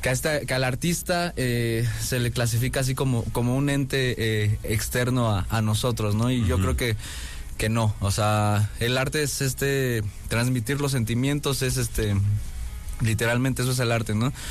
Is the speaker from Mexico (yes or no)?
yes; Gustavo A. Madero, Mexico City, Mexico; Sí, porque ese es ese punto medio donde yo crecí en la Gustavo Amadero, ¿no?